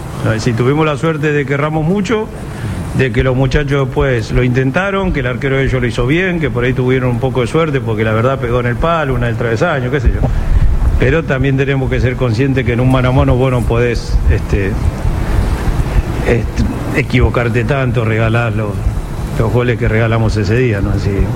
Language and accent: Spanish; Argentina